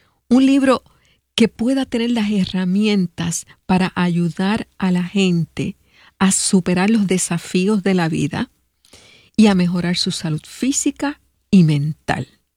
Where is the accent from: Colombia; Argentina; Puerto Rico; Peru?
Puerto Rico; Cidra; Pues mira, yo también soy de Sidra.